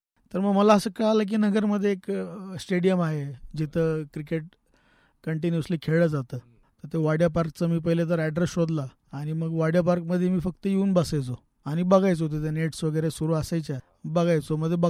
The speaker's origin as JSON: {"language": "Marathi", "town": "Bhingar", "region": "Maharashtra", "country": "India", "tie": "born or raised there", "said": "माझं बालपण भिंगारमध्ये गेलं, माळगल्लीमध्ये।"}